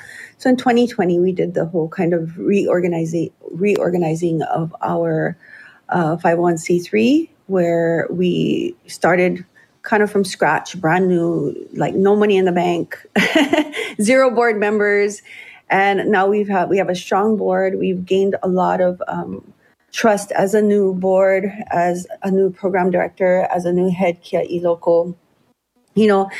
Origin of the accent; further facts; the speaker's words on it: Lahaina, Hawaii, United States; also born or lived in Waikiki / Honouliuli; I was born on the island of Oahu in the Ahupua of Waikiki, raised in Honouliuli and Lahaina on the island of Maui.